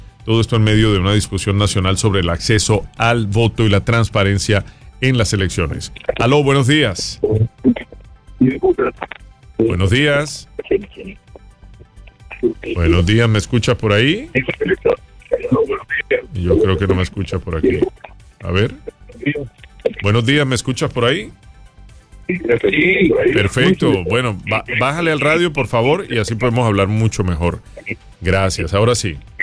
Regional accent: Colombia; now in United States; yo soy colombiano

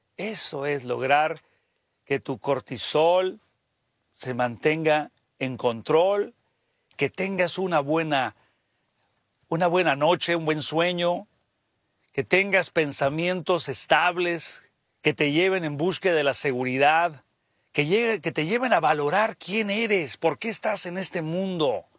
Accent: Mexico; now in United States; para la multiplicación somos muy buenos los mexicanos

